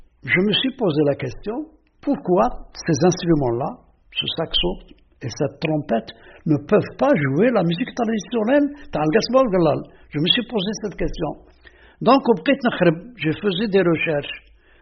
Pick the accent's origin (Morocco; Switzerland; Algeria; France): Algeria; Aïn Témouchent, Aïn Témouchent Province; 78 ans, alhamdoulilah. Et je suis toujours dans le domaine musical. Je suis né ici, à Témouchente. Et j'ai grandi ici, à Témouchente, jusqu'à maintenant, jusqu'à l'heure actuelle.